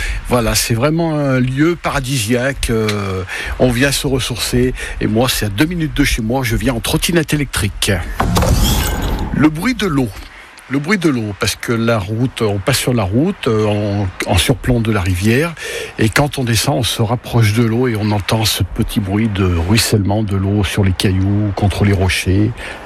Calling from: Saint-Sauveur-de-Montagut, Auvergne-Rhône-Alpes, France; je suis à Saint-Sauveur de Montagu

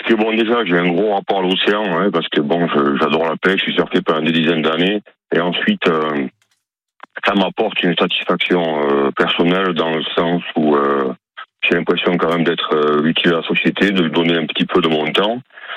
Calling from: Capbreton, Nouvelle-Aquitaine, France; De Cap-Breton.

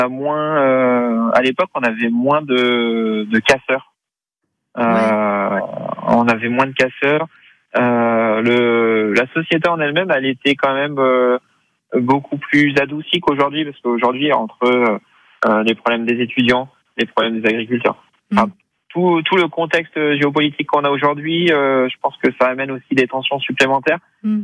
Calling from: Nouvelle-Aquitaine, France; J'habite en Charente.

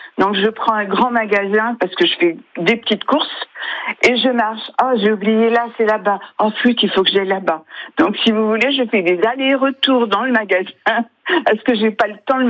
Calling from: Canet-en-Roussillon, Occitanie, France; j'habite à Canet

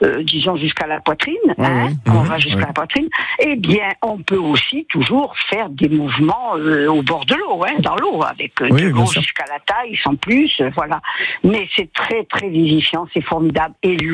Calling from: Ciboure, Nouvelle-Aquitaine, France; Je vous appelle de Cibourg.

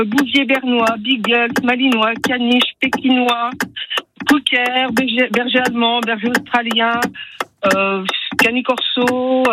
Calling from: Bréville, Normandy, France; Alors, j'habite sur Breville, mais là, je suis au terrain à côté de Port-Bail.

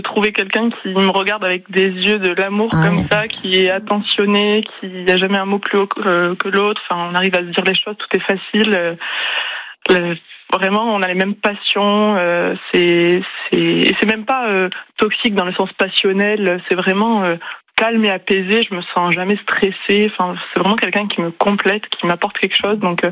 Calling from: Toulouse, Occitanie, France; Non, moi, je suis toulousaine

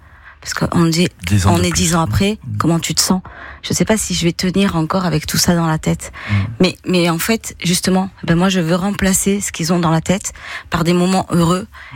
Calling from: Nice, Provence-Alpes-Côte d'Azur, France; Je lui dis, non, je suis pas du tout parisienne, je suis niçoise

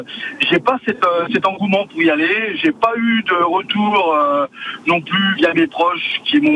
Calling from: Dijon, Bourgogne-Franche-Comté, France; Et je suis à Dijon depuis les années 80.

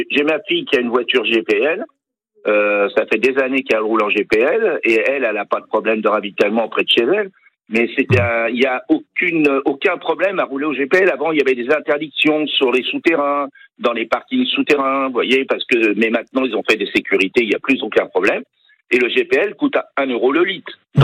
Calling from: Brittany, France; Là, j'habite à Saint-Gilda.

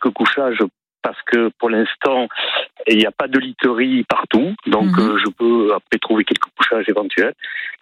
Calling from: Blanquefort, Nouvelle-Aquitaine, France; Oui, bonjour, j'appelle de Blanquefort.

